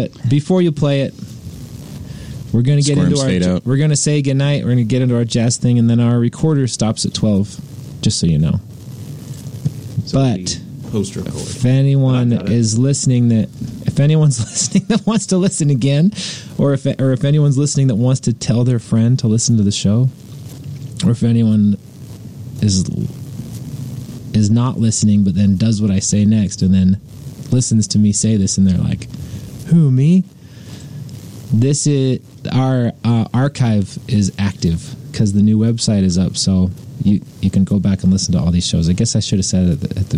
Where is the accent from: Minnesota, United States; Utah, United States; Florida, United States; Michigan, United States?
Utah, United States; I'm from Utah Valley.